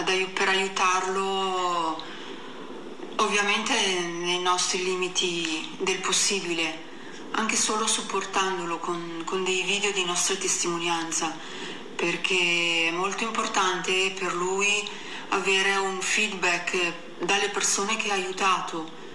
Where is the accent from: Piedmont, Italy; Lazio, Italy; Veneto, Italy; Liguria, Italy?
Liguria, Italy; Genoa; sono di Genova.